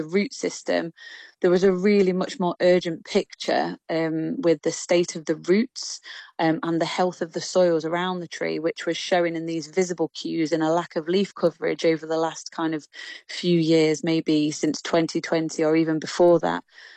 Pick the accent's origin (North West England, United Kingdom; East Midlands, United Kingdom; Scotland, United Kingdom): East Midlands, United Kingdom; Nottingham; I'm a local girl, so I'm from Nottingham, and I think it must have been when I was in infant school